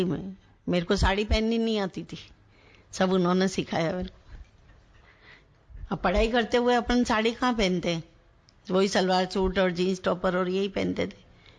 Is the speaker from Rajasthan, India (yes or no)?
yes; Rajasthan, India; moved away; मैं राजस्थान से आई हुई यहाँ अब रोड में, फिर मैं किसी को जानती नहीं थी